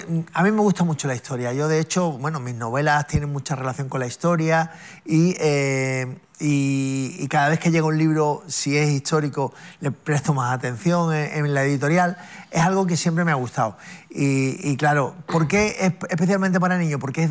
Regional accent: Ceuta, Spain; yo me preguntaba por qué

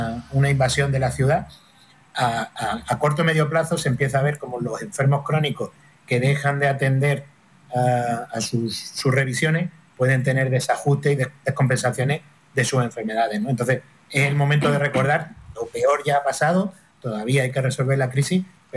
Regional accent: Andalusia, Spain; Yo como andaluz, como español

